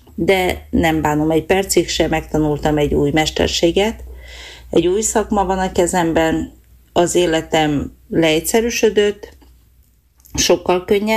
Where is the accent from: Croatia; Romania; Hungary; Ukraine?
Romania; Transylvania; moved away as an adult; now in Norway; Erdélyből költöztem ki több mint 4 éve Norvégiába.